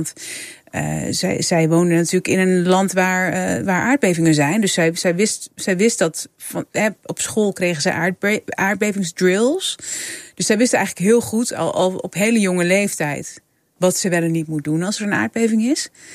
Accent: Netherlands; moved away; Maar kijk, we hadden het net over dat ik ben 12 jaar geleden, inmiddels 13 jaar geleden, ben ik uit Nederland weggegaan.

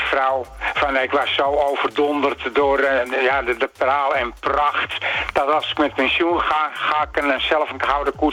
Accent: Amsterdam, North Holland, Netherlands; In mijn jeugd ben ik geboren in de Jordaan, net na de oorlog. En daar was armoede troef.

